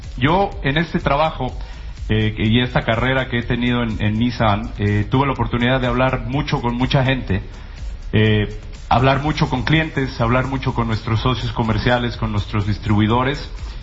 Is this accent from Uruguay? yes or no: no; Mexico; Y pues más para mí como mexicano, como latino.